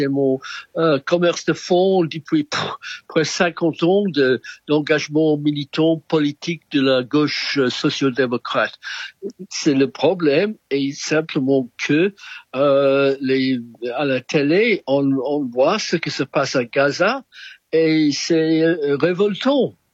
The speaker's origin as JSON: {"language": "French", "country": "United Kingdom"}